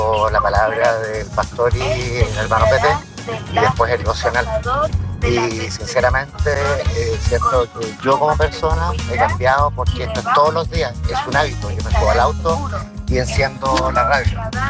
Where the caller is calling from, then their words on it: Hualpén, Biobío, Chile; soy de Hualpén, trabajo en construcción.